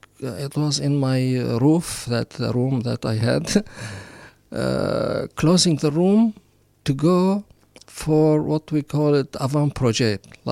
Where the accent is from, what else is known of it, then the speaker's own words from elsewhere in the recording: Syria; English is a second language; really want to go back to Syria, because if I go back to Syria, I have to go and do military service. I was away from Syria for 3 years